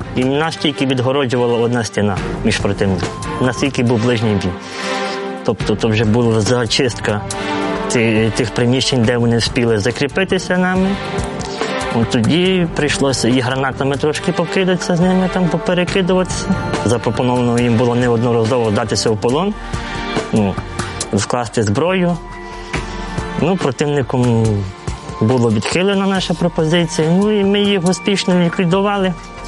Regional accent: Sambir, Lviv Oblast, Ukraine; Родом я з Львівської області, з міста Самбір.

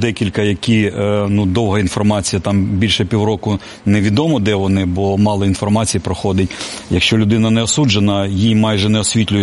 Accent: Kyiv, Ukraine; я сам киянин

